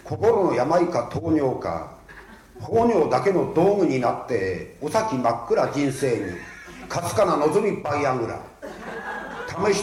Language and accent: Japanese; Ibaraki, Japan; moved away as an adult; 私のふるさと茨城